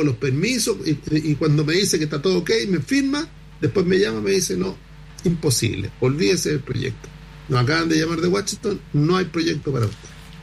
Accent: Chile

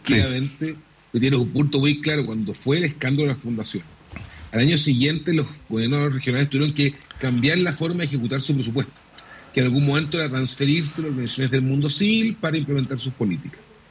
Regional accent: Concepción, Biobío, Chile; Yo soy de Concepción

